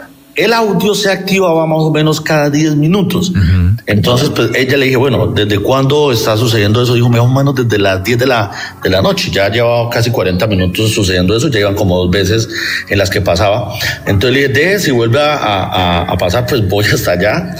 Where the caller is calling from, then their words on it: Paz de Ariporo, Casanare, Colombia; nos comunicamos desde Casanare, de un municipio que se llama Paz de Ariporo, acá en Casanare, Los Llanos.